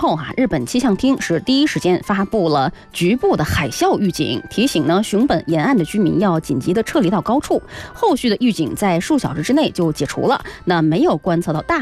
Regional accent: Northeast China, China; now in Guangzhou, China; 作为一个东北人

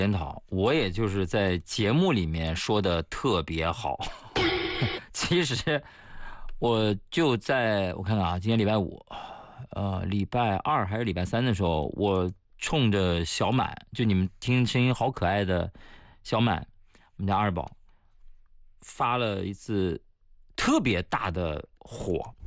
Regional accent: Shanxi, China; 我们山西老家

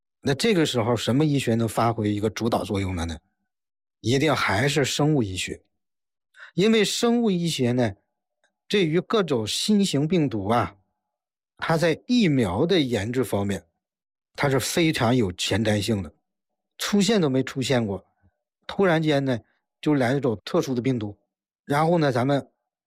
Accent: China; 中国人我们

